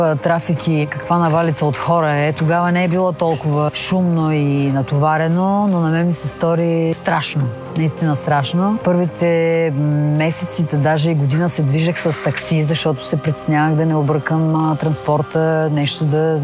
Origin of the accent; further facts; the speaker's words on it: Ruse, Ruse Province, Bulgaria; moved away as an adult; now in Sofia, Bulgaria; В моя роден град Русе, да, до 23 години съм там и след това дойдох в София.